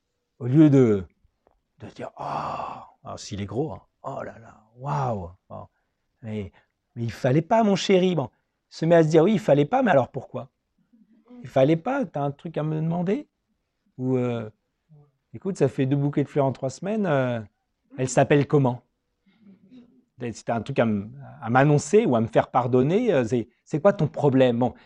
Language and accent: French; Metz, Grand Est, France; born there